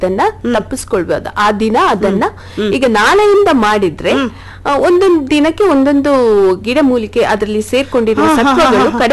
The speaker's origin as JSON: {"language": "Kannada", "area": "Kodagu", "region": "Karnataka", "country": "India", "tie": "born or raised there", "said": "ಇಲ್ಲೇ ಹುಟ್ಟಿದ್ದು, ಇಲ್ಲೇ ವಿದ್ಯಾಭ್ಯಾಸ, ಇಲ್ಲೇ ಬೆಳೆದಿದ್ದು, ಎಲ್ಲ ಕೂಡ ಕೊಡಗಿನಲ್ಲಿ."}